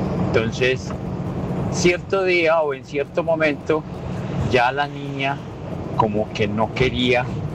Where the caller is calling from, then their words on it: Barranquilla, Atlántico, Colombia; Le hablo desde Barranquilla.